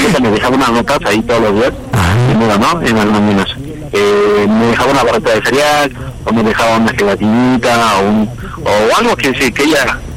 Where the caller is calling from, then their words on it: Naucalpan, State of Mexico, Mexico; Estamos aquí en Naucalpan, tengo 37.